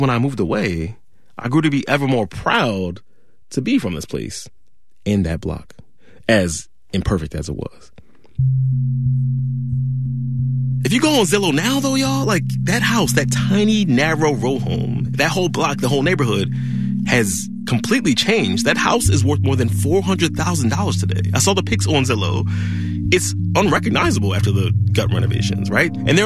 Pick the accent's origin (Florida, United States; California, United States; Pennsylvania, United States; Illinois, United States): Pennsylvania, United States; Philadelphia; At the same time I was growing up in South Philly